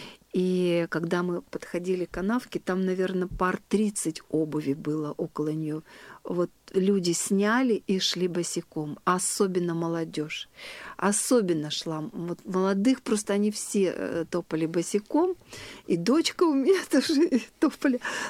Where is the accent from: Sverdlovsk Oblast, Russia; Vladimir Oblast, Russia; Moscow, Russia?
Sverdlovsk Oblast, Russia; Yekaterinburg; а мы из Екатеринбурга.